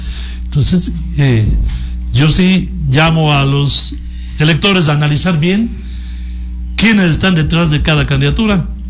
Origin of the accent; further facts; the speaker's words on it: Sucúa, Morona Santiago, Ecuador; now in Macas, Ecuador; Y en mi tierra, Sucuba